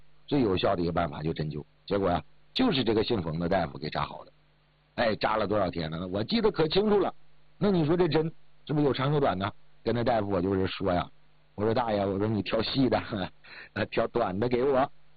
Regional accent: Heilongjiang, China; 我们老家呢是属于哈尔滨下面的一个小镇。离着哈尔滨呢还挺远，过了我们这儿就等于出了哈尔滨的辖区了。

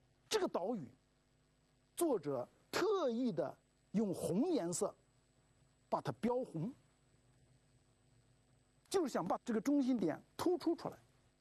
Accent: China

